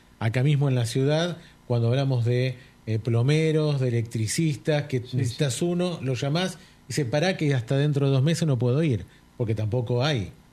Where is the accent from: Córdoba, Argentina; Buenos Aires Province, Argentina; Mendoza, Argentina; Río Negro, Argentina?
Buenos Aires Province, Argentina; Mar del Plata; yo que vengo de Mar del Plata